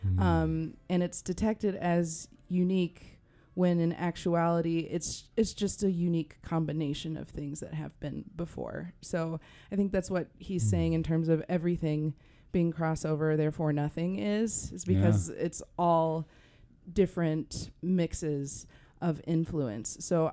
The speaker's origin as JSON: {"language": "English", "region": "Kentucky", "country": "United States", "tie": "born or raised there", "said": "Actually, growing up in Kentucky, my house literally is on a county boundary. So our house is actually in no zip code."}